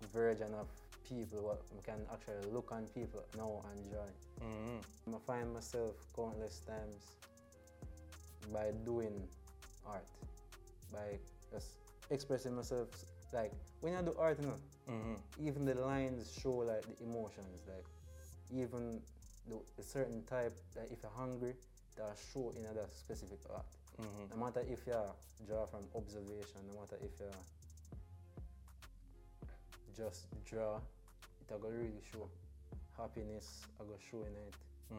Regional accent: Clarendon, Jamaica; I'm from Clarendon, Longville Park, Finnish Calabar.

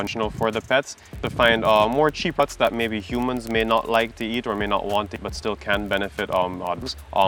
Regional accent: Jamaica; As Jamaican pet owners, we kind of have fallen into some bad habits that are kind of culturally accepted.

